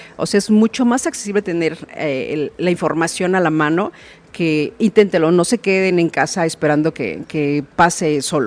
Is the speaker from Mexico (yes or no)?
yes; Mexico; somos los mexicanos